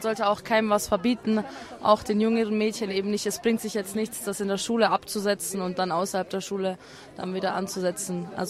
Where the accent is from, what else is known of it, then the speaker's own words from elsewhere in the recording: Wörgl, Tyrol, Austria; ich bin aus Wörgl. Ich komme aus der Hack.